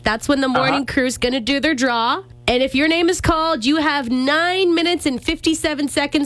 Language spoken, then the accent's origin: English; Owen Sound, Ontario, Canada; I grew up in Owen Sound. It has a near and dear spot in my heart.